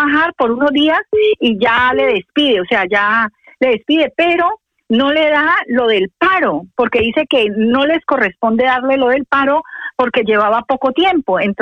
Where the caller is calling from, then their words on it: Madrid, Community of Madrid, Spain; llamo de Vallecas.